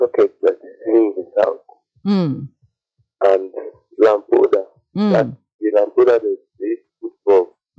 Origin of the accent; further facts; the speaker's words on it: Ogun, Nigeria; I'm from Ogun State.